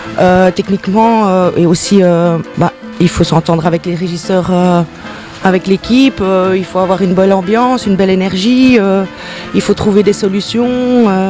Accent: Liège, Wallonia, Belgium; Je suis de Liège, moi.

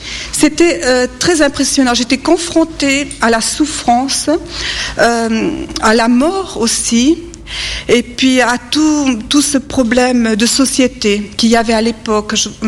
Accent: France

